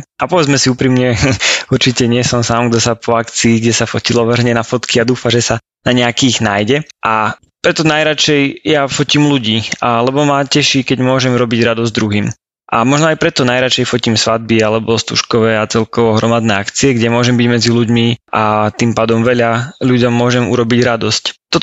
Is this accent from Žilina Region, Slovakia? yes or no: yes; Žilina, Žilina Region, Slovakia; mám 25 rokov, pochádzam do Žiliny a už takmer rok som ženatý.